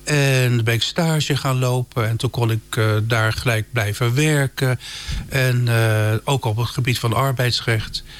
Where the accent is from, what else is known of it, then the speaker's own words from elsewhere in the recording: Rotterdam, South Holland, Netherlands; Ik ben echt een Rotterdammer, ja. Ik ben er ook geboren.